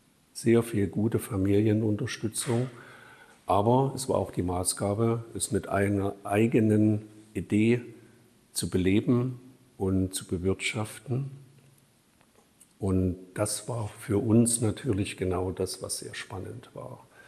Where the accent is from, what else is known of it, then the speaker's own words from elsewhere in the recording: Saxony, Germany; moved away as an adult; also born or lived in Dresden / Hamburg; now in Augustusburg, Germany; ich stamme aus der Zwickauer Gegend ursprünglich.